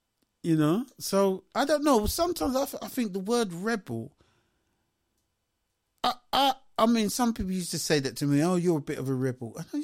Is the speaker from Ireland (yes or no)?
yes; Ireland; I'm Irish